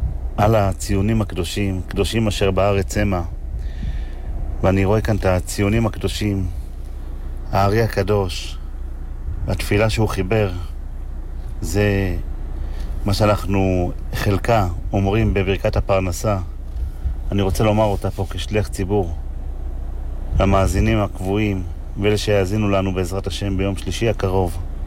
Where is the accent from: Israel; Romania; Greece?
Israel; Safed, Northern District; בתור ילד שגדל בצפת